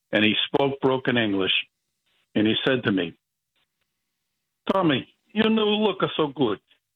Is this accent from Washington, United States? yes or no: no; Foxborough, Massachusetts, United States; As a kid growing up in Foxborough, that was pretty much an all-white town, we had a couple of black families, one that was interracial.